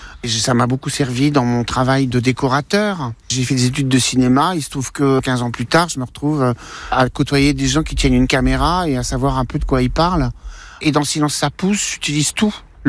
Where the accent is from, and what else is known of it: Barneville, Normandy, France; born or raised there